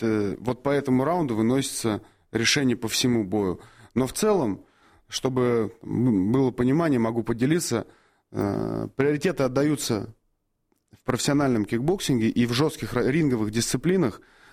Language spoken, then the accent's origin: Russian; Russia; мы из России.